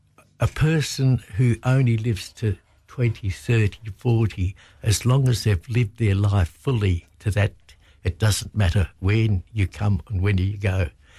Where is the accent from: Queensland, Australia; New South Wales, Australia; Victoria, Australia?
Victoria, Australia; born there; moved away as an adult; also born or lived in Roebourne; my heritage is 65,000 years ago. I was born in Wurundjeri country